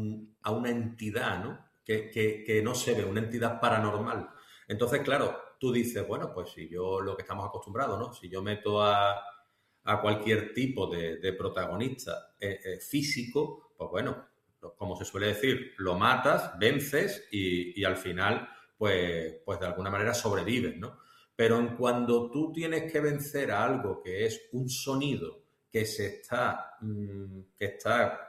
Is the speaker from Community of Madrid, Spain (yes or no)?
no; Cádiz, Andalusia, Spain; Loreto, La Laguna principalmente, que es donde yo me he criado